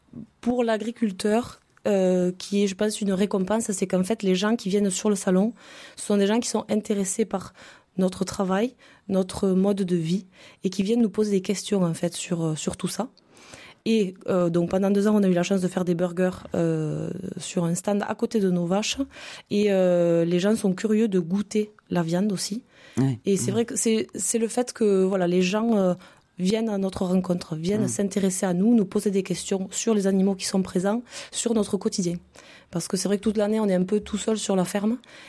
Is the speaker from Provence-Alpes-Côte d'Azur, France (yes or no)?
no; Castans, Occitanie, France; now in Les Martys, France; Moi, mon village natal, c'est Castan. Et j'aime beaucoup ce village. Il est tout petit, mais il est ultra dynamique. Et j'ai déménagé parce que mon mari a l'exploitation agricole sur les Martis.